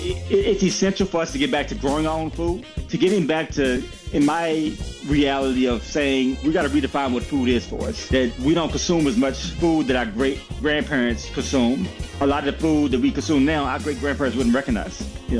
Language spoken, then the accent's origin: English; Virginia, United States; also born or lived in Baltimore, Maryland; I grew up in a place called Caroline County, which is right near Amusement Park King's Dominion and the military installation Fort A.P. Hill.